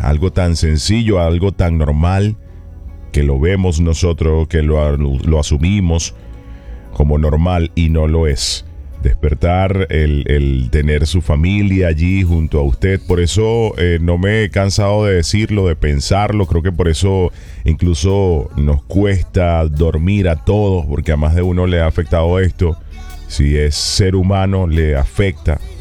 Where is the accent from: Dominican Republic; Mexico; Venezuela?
Venezuela; este momento tan difícil que estamos viviendo como venezolanos.